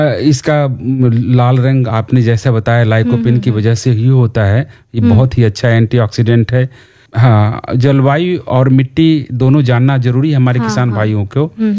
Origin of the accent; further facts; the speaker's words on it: Bihar, India; यानी जो हमारे यहाँ बिहार में खास करके जो ठंडी का समय है इसके फलन के लिए सबसे अच्छा माना जाता है।